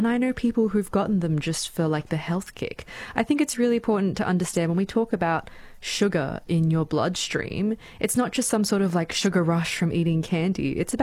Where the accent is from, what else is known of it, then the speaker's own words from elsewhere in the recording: Gold Coast, Queensland, Australia; I'm born and raised on the Gold Coast. It's in my blood.